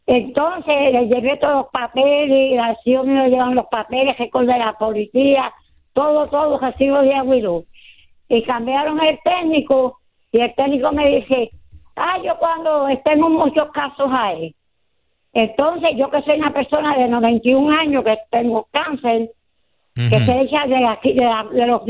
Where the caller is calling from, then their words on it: San Juan, Puerto Rico; Ah, mire, habla … de San Juan.